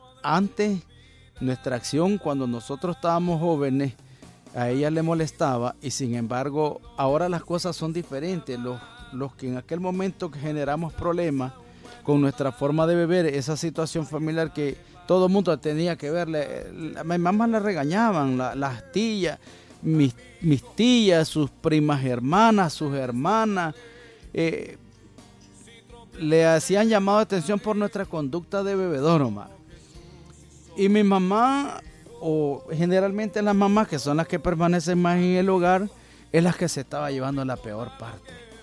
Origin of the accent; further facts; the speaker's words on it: Nicaragua; como decimos en nicaragüense